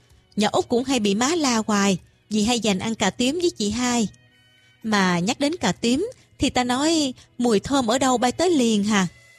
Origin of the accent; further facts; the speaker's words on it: Mekong Delta, Vietnam; moved away; Miền Tây quê em là vậy đó